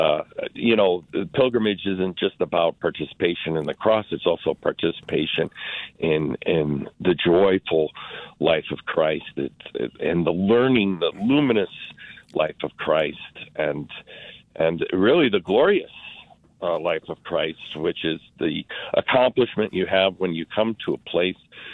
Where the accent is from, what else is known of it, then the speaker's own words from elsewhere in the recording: Wisconsin, United States; And I thought to myself, hey, I'm from Wisconsin.